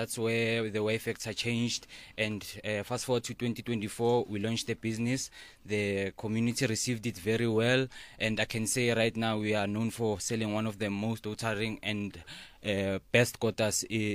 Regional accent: Soweto, Gauteng, South Africa; born and raised in Soweto Protea Extension 11.

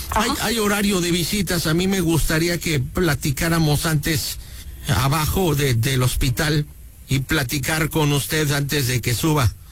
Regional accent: Chimalhuacán, State of Mexico, Mexico; Yo soy acá de Chimalhuacán.

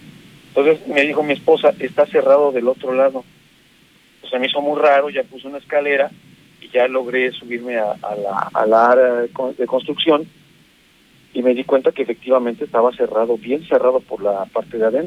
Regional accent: Mexico; lo que más debemos de hacer nosotros como mexicanos, ya no hablo como gobernados, yo creo que hablo ya como mexicanos

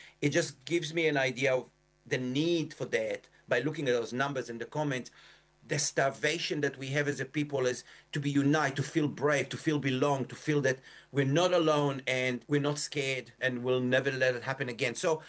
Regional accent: Yad Mordechai, Southern District, Israel; And I remembered something when I was growing up in Kibbutz Yad Mordechai.

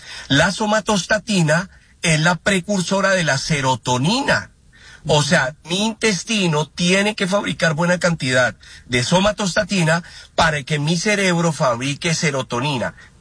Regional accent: Colombia

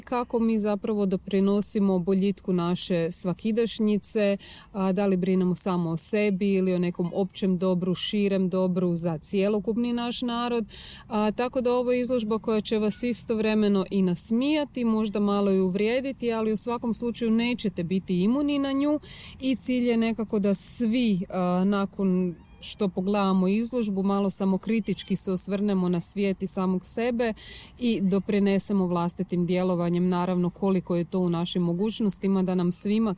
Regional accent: Croatia; mi kao Hrvati

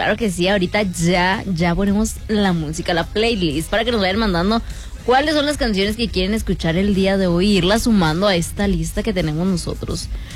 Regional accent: Mexico

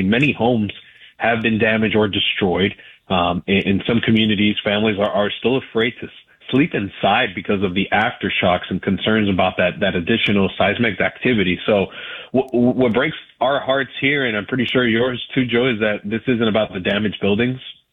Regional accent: Pereira, Risaralda, Colombia; we met in Pereira. That's my hometown. That's where I'm from.

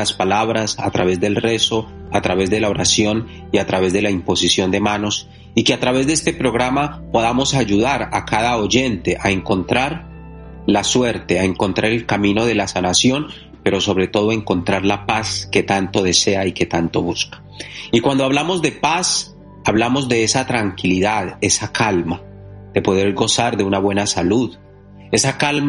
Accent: Catemaco, Veracruz, Mexico

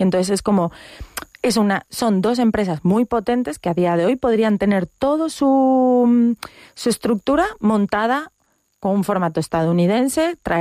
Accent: Galicia, Spain; Y siendo nosotras gallegas, pues igual hasta se nos hace conocido, ¿no?

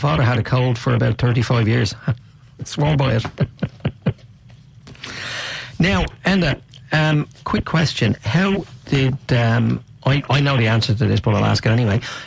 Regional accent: Ireland; moved away as an adult; also born or lived in Finglas, Dublin; now in Australia; I served the first year of my apprenticeship in Anko in Finglas.

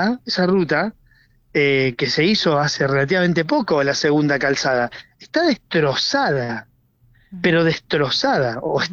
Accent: La Pampa, Argentina; yo soy de La Pampa y me duele decirlo

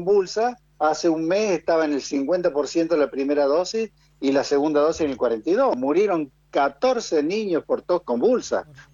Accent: Argentina

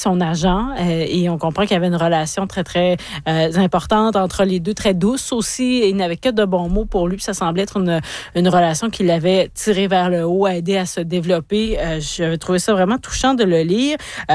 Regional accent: Quebec, Canada; voir quelle est l'importance de ce qui se passe chez nous au Saguenay-Lac-Saint-Jean

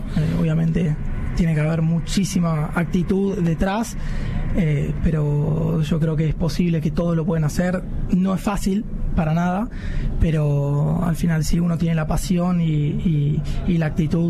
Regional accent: Argentina; moved away; nosotros como argentinos somos también muy capaces

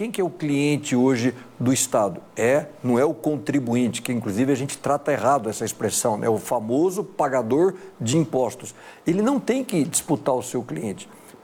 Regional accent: Spain; Portuguese is a second language; Como bom espanhol, vou falar algo aqui que vai ser uma heresia

